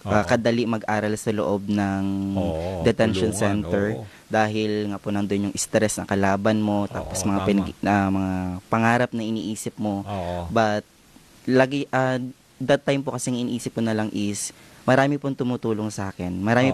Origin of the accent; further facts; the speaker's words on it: Gloria, Oriental Mindoro, Philippines; Hindi po. Ako po ay taga Gloria Oriental Mindoro po.